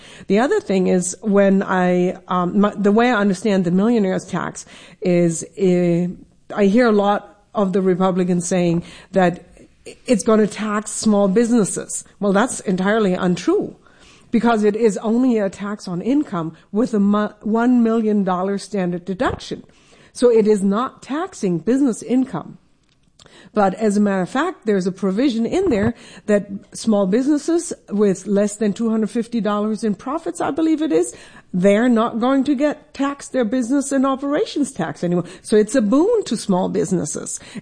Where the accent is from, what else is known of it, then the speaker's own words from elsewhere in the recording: Germany; now in Washington State, United States; I come from Germany